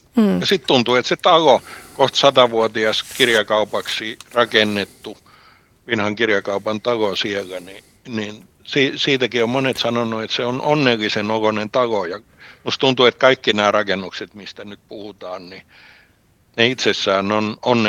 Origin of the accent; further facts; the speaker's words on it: Ruovesi, Pirkanmaa, Finland; now in Helsinki, Finland; arkkitehti, joka olen Ruovedeltä kotoisin ja nykyisin vaikutan Helsingissä